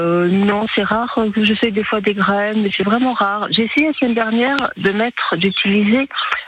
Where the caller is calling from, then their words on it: Bourgogne-Franche-Comté, France; J'appelle d'un petit village dans le Jura.